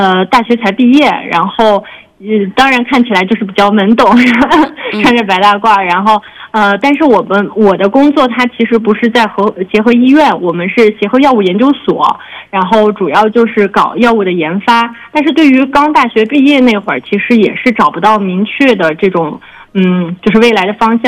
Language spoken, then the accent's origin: Chinese; Xinjiang, China; 然后现在的这个地点是在新疆伊犁，在我们的工作室。